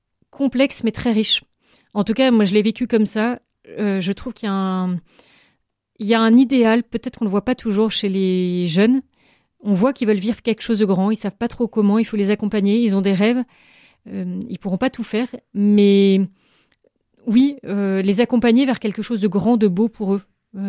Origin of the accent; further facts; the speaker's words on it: Brittany, France; moved away; j'étais contente de revenir dans ma région d'origine.